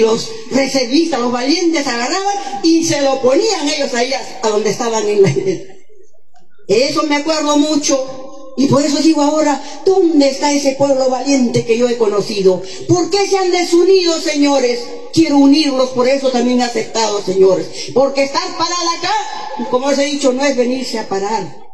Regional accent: El Arenal, Arequipa, Peru; born there

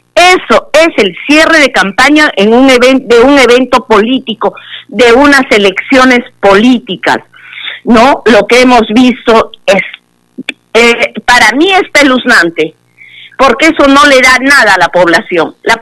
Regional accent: Mollendo, Arequipa, Peru; Buenos días, mi tierra querida, mi Puerto Bravo de Mollendo. Buenos días, paisanos de la provincia de Islay.

